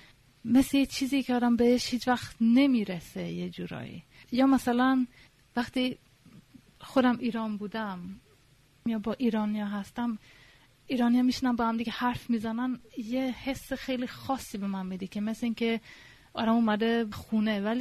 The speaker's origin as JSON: {"language": "Persian", "town": "Stockholm", "region": "Stockholm County", "country": "Sweden", "tie": "born or raised there", "said": "من آخه توی استکهلم بزرگ شدم، توی یه امرودهی که خیلی سوئدی زیاد بود توش، میاد کلاس بود."}